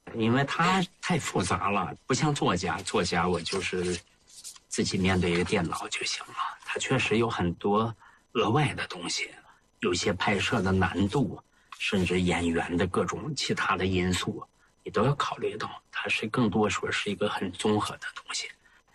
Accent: Heilongjiang, China; 因为我本身是黑龙江人嘛，小时候闻目睹，我对那块土地特别熟悉嘛。

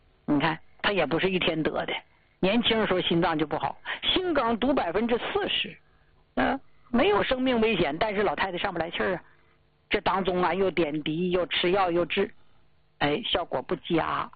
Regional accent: Jilin, China; 咱们家乡，吉林的

